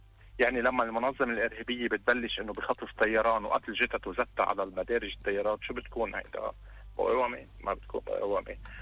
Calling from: Lebanon; طب شو بنقول نحن كلبنانيين؟

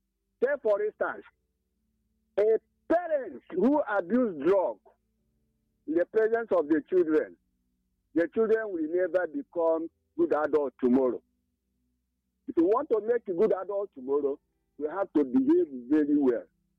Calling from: Ebonyi, Nigeria; I'm calling from Isoko, Minonica, local government area of Ebonyi.

